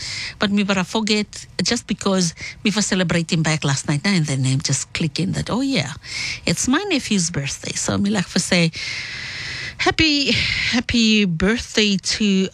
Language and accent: English; Solomon Islands; I might be a Polynesian, but my passport stated that I am a Melanesian because me come from the Solomon Islands.